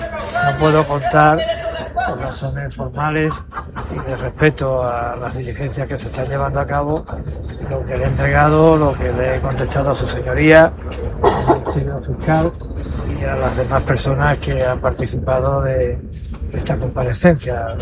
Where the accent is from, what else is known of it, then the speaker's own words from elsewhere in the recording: Spain; Lo digo como ciudadano y lo digo como español.